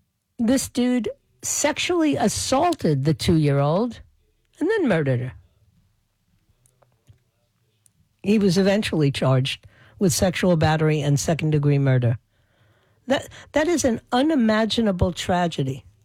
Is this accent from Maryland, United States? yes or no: no; New York, United States; my hometown, the biggest city in America